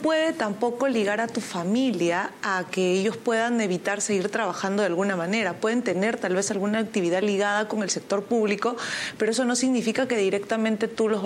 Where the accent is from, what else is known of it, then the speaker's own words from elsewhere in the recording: Jauja, Junín, Peru; Yo soy de Jauja, de la primera capital del Perú.